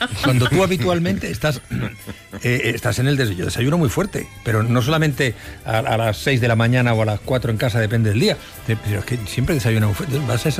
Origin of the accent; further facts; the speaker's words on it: Asturias, Spain; El orinal yo lo recuerdo perfectamente cuando era crío en Asturias, perfectamente.